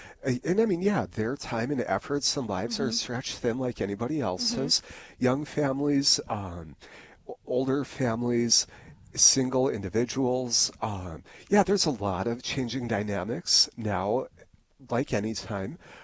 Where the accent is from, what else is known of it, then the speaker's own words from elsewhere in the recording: Harvey, North Dakota, United States; you know, I grew up in Harvey, North Dakota. My mother and stepfather live north of Animus. You know, I've got family out in Bismarck, Minot, my brother and sister-in-law in Fargo.